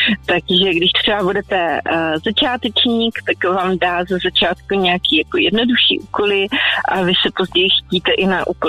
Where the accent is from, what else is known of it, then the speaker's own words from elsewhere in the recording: Brno, South Moravian Region, Czechia; now in Ivanovice na Hané, Czech Republic; Já jsem teď momentálně z Ivanovic na Hané, ale rodák z Brna.